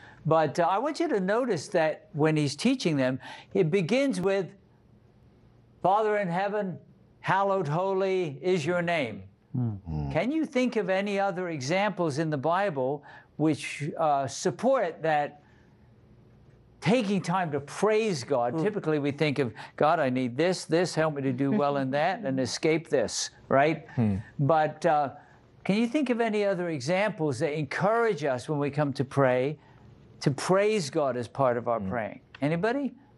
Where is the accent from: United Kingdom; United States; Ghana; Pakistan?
United Kingdom; Bristol, South West England; I grew up in Bristol, England. That's on the west coast of England.